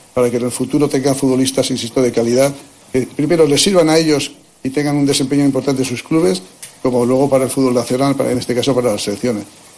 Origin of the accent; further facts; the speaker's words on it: Spain; yo creo que se tiene que jugar en mi país, en España